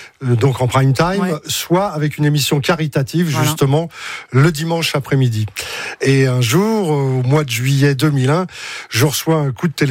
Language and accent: French; Paris, Île-de-France, France; Moi, je suis un parigot.